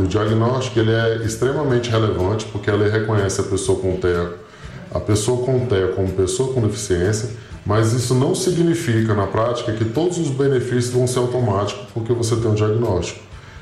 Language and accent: Portuguese; Brasília, Federal District, Brazil; Fui criado Ceilândia, Riacho Fundo, Guará.